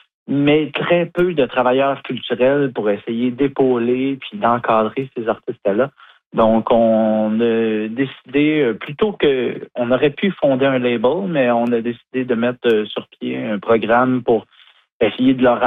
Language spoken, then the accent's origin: French; Quebec, Canada; En fait, moi, je viens du Québec